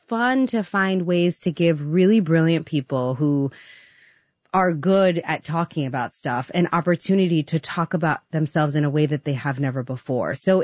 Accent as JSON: {"language": "English", "town": "Bronx", "region": "New York", "country": "United States", "tie": "born or raised there", "said": "And I loved growing up in the Bronx. I loved my neighborhood. I loved my community. It was really a special place to, it's a special place to be from."}